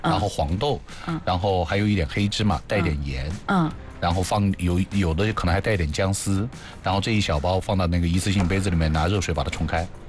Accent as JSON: {"language": "Chinese", "region": "Hunan", "country": "China", "said": "那我也是湖南的"}